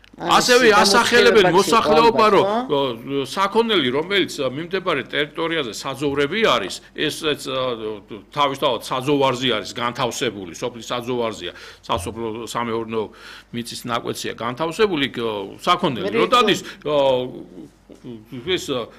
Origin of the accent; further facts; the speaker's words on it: Zestafoni, Imereti, Georgia; მე ვამაყობ, რომ ზესტაფონელი ვარ